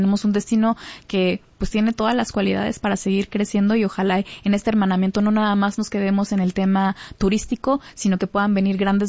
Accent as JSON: {"language": "Spanish", "town": "Huatulco", "region": "Oaxaca", "country": "Mexico", "tie": "born or raised there", "said": "a pesar de que no nací en Huatulco, yo me considero huatulqueña porque llegué desde los 5 años. Entonces no nada más ves mi color porque lo traigo a Huatulco en mi corazón"}